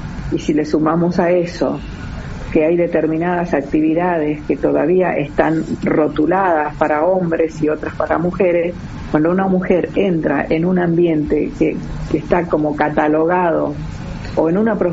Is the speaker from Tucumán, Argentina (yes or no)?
no; Paso de los Libres, Corrientes, Argentina; Yo soy oriunda de Paso de los Libres, ahí hay una frontera internacional, un cruce, un puente internacional.